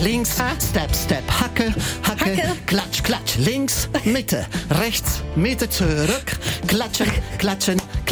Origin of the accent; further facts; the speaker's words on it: Italy; German is a second language; also born or lived in United States; now in Hamburg, Germany; Ich bin Italiener.